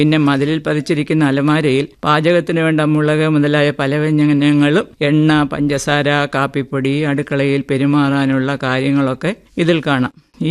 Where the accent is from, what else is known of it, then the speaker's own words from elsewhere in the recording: Pathanamthitta, Kerala, India; now in Thiruvananthapuram, India; കോവിലാറും ചുട്ടിപ്പാറയെന്ന വലിയ പാറമലയും റോഡും പാലവും ഒക്കെയുള്ള ടൗണിനോട് ചേർന്നുള്ള പത്തനംതിട്ട എന്ന സ്ഥലത്താണ് ഞാൻ ജനിച്ചു വളർന്നത്.